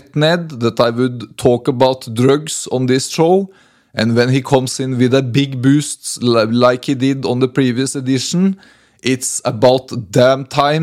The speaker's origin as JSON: {"language": "English", "country": "Norway", "tie": "born or raised there", "second_language": "English", "moved": "yes", "said": "I was back in my hometown in Norway"}